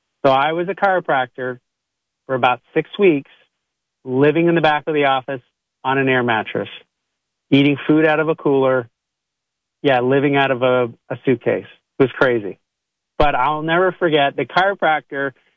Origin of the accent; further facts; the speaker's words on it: Canada; I'm originally from Canada.